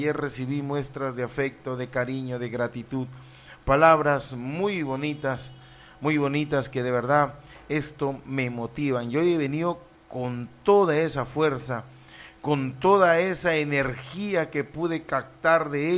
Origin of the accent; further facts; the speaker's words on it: Túcume, Lambayeque, Peru; Trabajar por mi pueblo de Tucumán será mi objetivo.